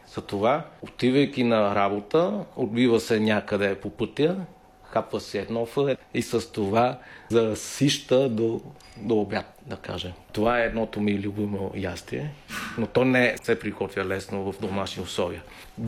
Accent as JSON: {"language": "Bulgarian", "region": "Northern Vietnam", "country": "Vietnam", "accent": "northern dialect", "second_language": "Bulgarian", "moved": "yes", "lives_now": "Bulgaria", "said": "И аз като виетнамец, и аз като българин. И нека да не се налага човек да емигрира. Защото тежи на мен като емигрант."}